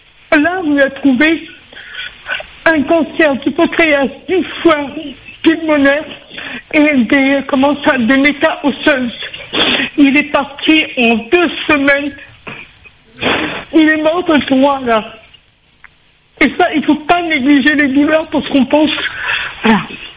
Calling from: Normandy, France; je suis en Normandie, on n'a pas vraiment de réseau

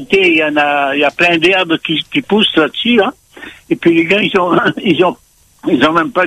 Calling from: Saint-Paul, Réunion; je suis à Saint-Paul, là, hein.

